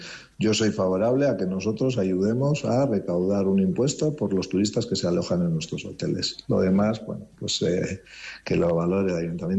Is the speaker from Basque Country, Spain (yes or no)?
yes; San Sebastián, Basque Country, Spain